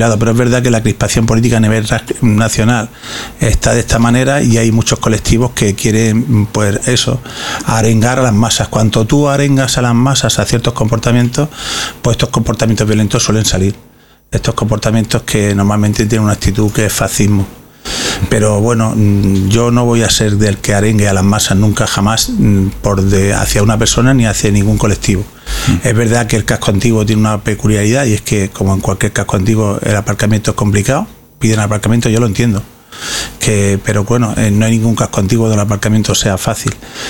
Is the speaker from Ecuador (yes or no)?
no; Spain